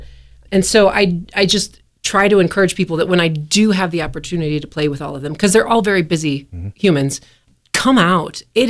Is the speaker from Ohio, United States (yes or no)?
no; Colorado, United States; moved away as an adult; I am from the Front Range of Colorado, even though I've lived here since 2013. So what is that, 13 years? This is home, but it is always good to go home and put your feet in the dirt you came from.